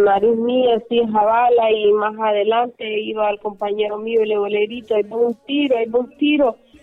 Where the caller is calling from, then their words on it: Cofradía, Olancho, Honduras; Soy fiel oyente de HCH, de aquí de Cofradía, Carretera Antigua, Olancho.